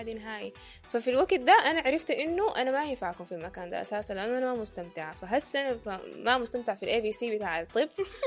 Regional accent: Sudan; moved away; زي مثلا عندنا في السودان لما حصلت الحرب ما كان عندي اوبشن بتاع لا لا لا, لا انا ما حقدر اغير بيتي ولا حقدر اطلع

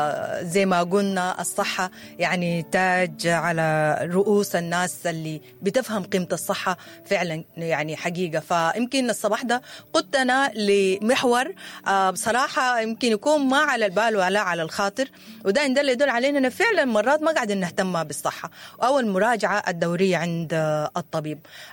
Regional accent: Sudan; احنا كسودانيين

